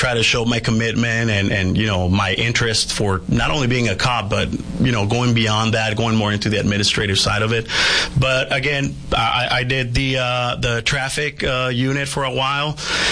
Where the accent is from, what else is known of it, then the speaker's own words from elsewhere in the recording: San Luis, Arizona, United States; I am from the area. Like I said, I was born in Yuma. I grew up in between Yuma and San Luis.